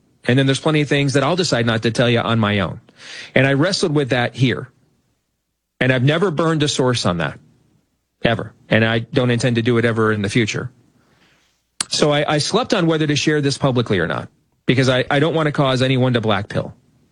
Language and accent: English; Iowa, United States; my home state of Iowa